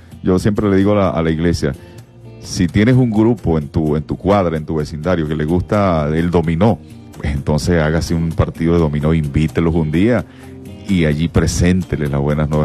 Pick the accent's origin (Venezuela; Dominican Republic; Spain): Venezuela; La música nuestra que nos representa como Venezuela, como nación